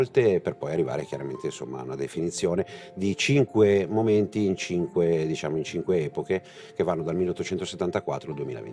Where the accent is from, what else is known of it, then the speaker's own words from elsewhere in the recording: Bergamo, Lombardy, Italy; moved away as an adult; now in Tuscany, Italy; io sono originario di Bergamo, ma per scelta di vita mi sono trasferito in Toscana